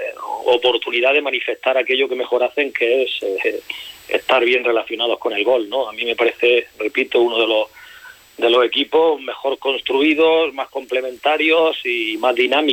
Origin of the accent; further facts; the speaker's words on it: Granada, Andalusia, Spain; el Granada B, que yo soy granadino